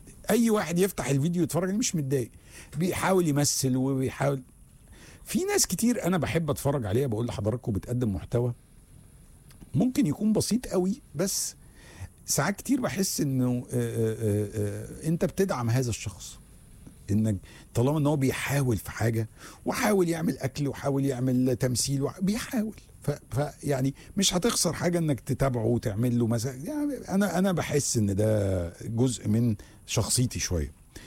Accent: Luxor, Luxor Governorate, Egypt; انا بما اني بقى بتكلم على من الاقصر وانا راجل من الاقصر

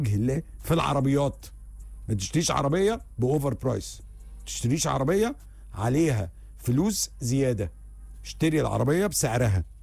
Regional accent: Egypt; وإحنا كمصريين عندنا الثقة دي ما فيهاش تهريج

